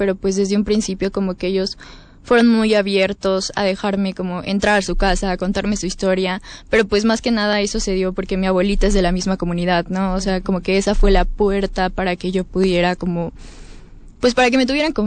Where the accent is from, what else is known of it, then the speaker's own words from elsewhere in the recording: San José Iturbide, Guanajuato, Mexico; San José Iturbide, Guanajuato, de donde yo soy, de donde es mi familia materna